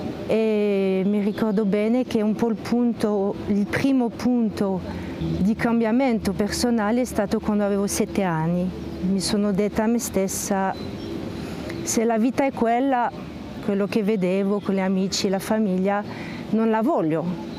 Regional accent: France; Italian is a second language; now in Italy; sono cresciuta in Francia, in una famiglia dove Dio non c'era proprio. C'era di tradizione perché la mia madre è polacca, quindi sono stata battezzata alla comunione

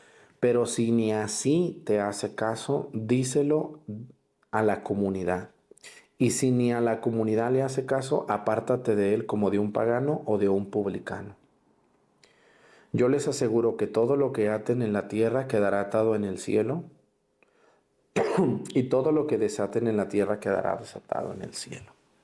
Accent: Mexticacán, Jalisco, Mexico; born there; hoy es la fiesta en mi pueblo, en Mexticacán.

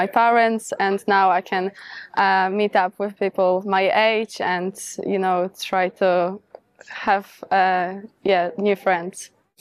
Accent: Poland; I'm from Poland.

